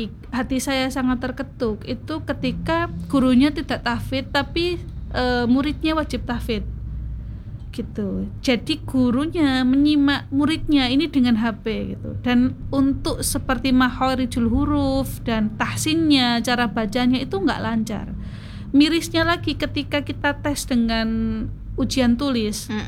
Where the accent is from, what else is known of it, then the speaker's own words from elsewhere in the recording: Lamongan, East Java, Indonesia; moved away; saya itu kebetulan orang Lamongan, tapi jarang di Lamongan.